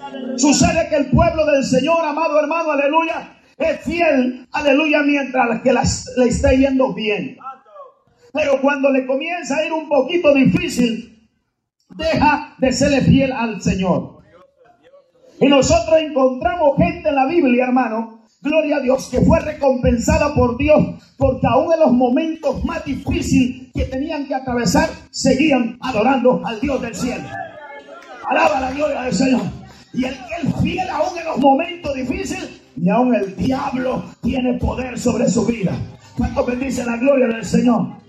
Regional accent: Guatemala; ya, hermano, no sé ni de dónde soy. Yo estoy revuelto con hondureños, cubanos. Yo sigo diciendo que soy de Guatemala, pues ya no se me oye igual, hermano.

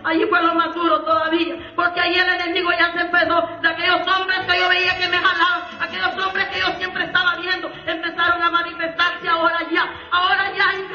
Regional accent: El Salvador; born or raised there; moved away as an adult

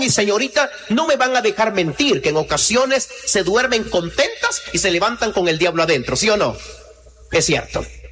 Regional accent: Nicaragua; now in Guatemala; Solo yo soy el nicaragüense regalado aquí. Pero ya tengo DPI.

